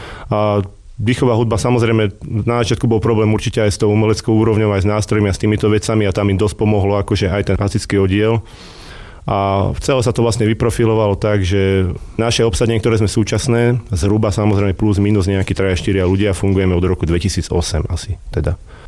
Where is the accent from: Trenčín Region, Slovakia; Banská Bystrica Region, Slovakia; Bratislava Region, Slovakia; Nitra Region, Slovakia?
Nitra Region, Slovakia; Topoľčianky; Tak pochádzame z obce Topolčianky, ktorá sa nachádza asi 5 km od Zlatých Moraviec v Nitrianskom kraji.